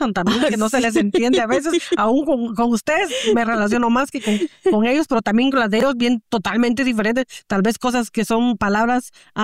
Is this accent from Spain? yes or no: no; Guatemala; now in United States; en mi país que le dicen la eterna primavera.